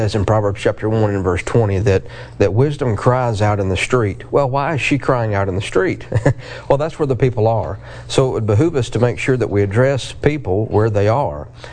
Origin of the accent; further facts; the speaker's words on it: Georgia, United States; now in South Georgia, United States; I'm from South Georgia, actually from North Georgia, but preaching South Georgia.